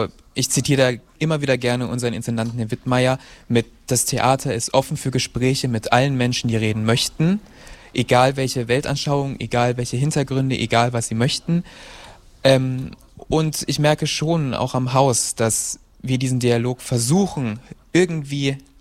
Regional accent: Braunschweig, Lower Saxony, Germany; also born or lived in Gifhorn / Magdeburg / Regensburg; now in Eisleben, Germany; Ich bin in Niedersachsen geboren, in Braunschweig aufgewachsen, habe dann eine Zeit noch in Gifhorn gelebt, noch eine Zeit in Magdeburg gewohnt, bin dann fürs Studium in den Freistaat Bayern nach Regensburg gezogen

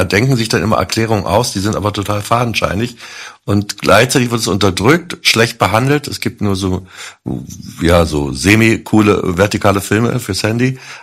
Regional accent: Berlin, Germany; Weil ich eben halt ja auch als Berliner gesehen habe, dass nach dem Mauerfall

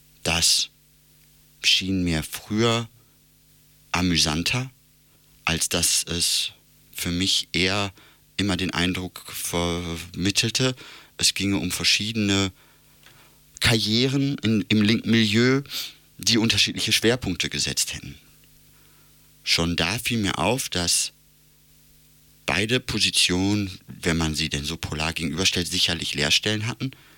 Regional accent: North Rhine-Westphalia, Germany; now in Hamburg, Germany; Ich komme aus dem Ruhrgebiet.

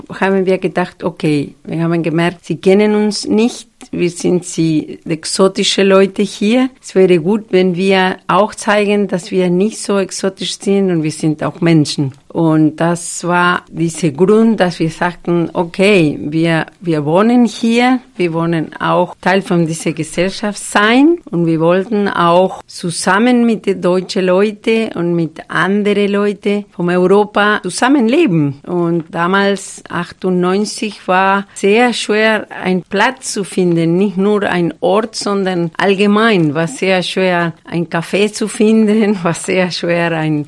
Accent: Argentina; German is a second language; now in Germany; ich komme aus Argentinien

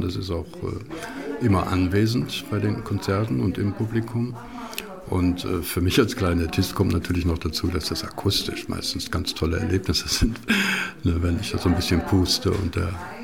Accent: Wuppertal, North Rhine-Westphalia, Germany; also born or lived in Kuchelmiss, Mecklenburg-Vorpommern / West Berlin; now in Zeuthen, Germany; Damit suche ich immer mein Geburtshaus in Kuchelmiss bei Krakow am See. Da gibt es auch noch eine alte Tante. Aber ich war 3 Jahre alt, als dann meine Eltern in den Westen gegangen sind und bin dann in Wuppertal aufgewachsen, später dann nach West-Berlin gegangen, habe da studiert und jetzt wohne ich in Brandenburg

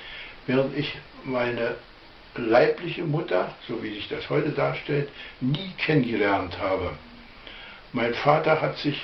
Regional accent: Fürstenwalde, Brandenburg, Germany; moved away as an adult; ich bin geboren am 21.04.1931 in Fürstenwalde an der Spree.

